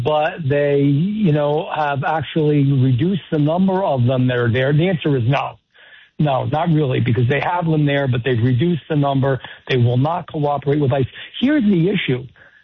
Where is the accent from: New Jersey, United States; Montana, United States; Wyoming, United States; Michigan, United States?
New Jersey, United States; also born or lived in New York City; I was born in New York City, but I've lived 99% of my life in New Jersey, and now, of course, a big, good chunk of my life down in South Jersey.